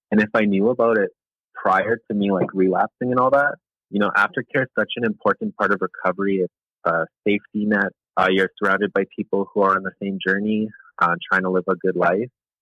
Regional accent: Saddle Lake Cree Nation, Alberta, Canada; now in Edmonton, Canada; I'm originally from Saddle Lake Cree Nation, and I currently reside in Edmonton.

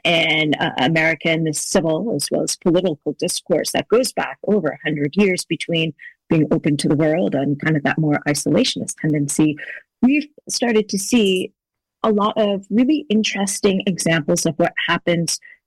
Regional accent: Boston, Massachusetts, United States; One, Boston. I'm originally from Boston

